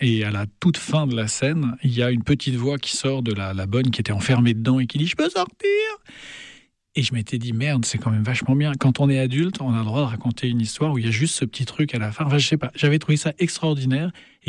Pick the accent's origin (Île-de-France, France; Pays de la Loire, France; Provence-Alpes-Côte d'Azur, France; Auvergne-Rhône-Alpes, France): Pays de la Loire, France; Nantes; moi, j'ai grandi à Nantes, donc pas très loin de la Loire, et j'ai passé toutes mes vacances entre Nantes et Angers, dans un petit village qui s'appelle Chantosseau, qui est collé sur le bord de Loire.